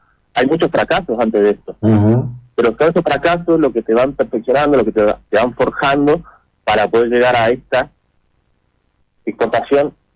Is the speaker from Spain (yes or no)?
no; Argentina; entonces eso me llena de orgullo a mí como argentino.